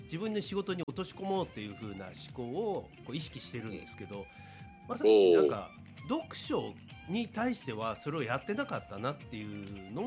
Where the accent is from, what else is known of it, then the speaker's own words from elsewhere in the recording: Hokkaido, Japan; 今ね本州に、まあ、関東にいますけど、そして同じ土産子であって